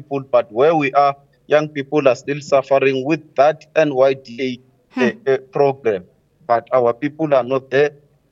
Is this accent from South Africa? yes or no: yes; South Africa